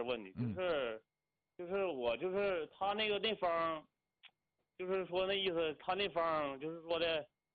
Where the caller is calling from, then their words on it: Chongqing, China; 我潼南的。